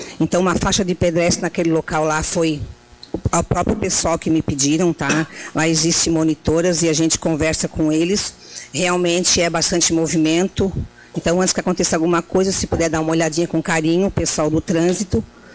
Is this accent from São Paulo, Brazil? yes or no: no; Orleans, Santa Catarina, Brazil